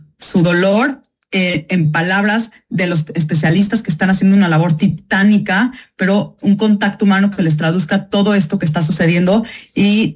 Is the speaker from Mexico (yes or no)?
yes; Mexico; de todas las comunidades judías en el mundo, y estamos por todo el mundo, y bueno, yo soy de México.